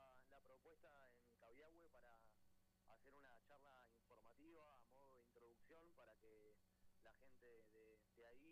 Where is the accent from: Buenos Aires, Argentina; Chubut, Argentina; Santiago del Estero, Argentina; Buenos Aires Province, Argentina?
Chubut, Argentina; Esquel; yo vengo de Esquel